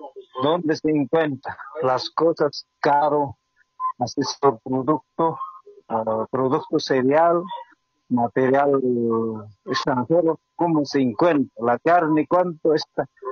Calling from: Cochabamba, Bolivia; Buenas tardes, departamento Cochabamba, don Augusto.

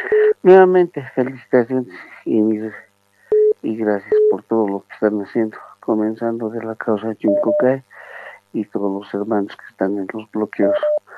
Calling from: La Paz, Bolivia; de La Paz.

